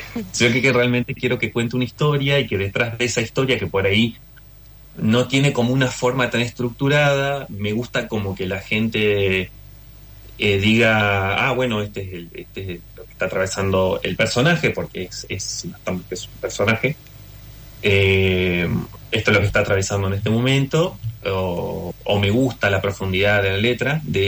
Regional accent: Paraná, Entre Ríos, Argentina; soy el único de Paraná que se enteró, que se anotó.

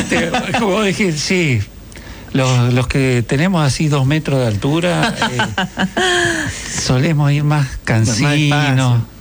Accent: Viedma, Río Negro, Argentina; now in Santa Fe, Argentina; Así que soy de Viedma, de Río Negro. El documento dice otra cosa, porque arranqué en Santa Fe, pero me crié en Viedma. Y después me vine a vivir acá, soy estudiante de esta universidad

